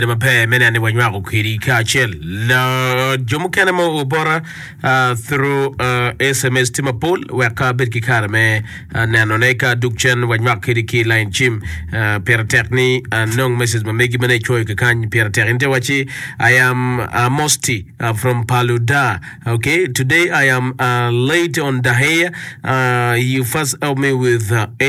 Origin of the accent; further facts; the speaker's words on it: Pabo, Northern Region, Uganda; from Pabo Town.